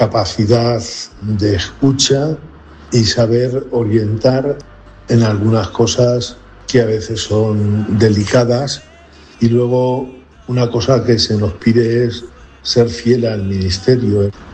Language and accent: Spanish; Castilla-La Mancha, Spain; born there; está aquí cerca en Manzanares